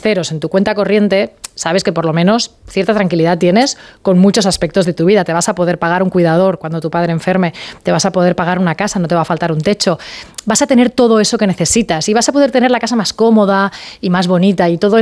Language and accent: Spanish; Sant Feliu de Llobregat, Catalonia, Spain; Yo había estado trabajando en Barcelona hasta aquel momento, porque soy de San Feliu de Llobregat, y en un momento dado me llaman para irme a las mañanas de 4